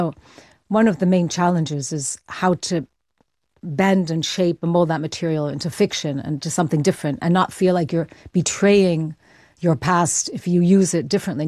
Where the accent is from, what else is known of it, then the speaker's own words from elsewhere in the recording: Mexico; now in United Kingdom; well, actually, I feel more British Mexican. I've lived here longer than anywhere else. And apart from my accent, it's very much the English that I use.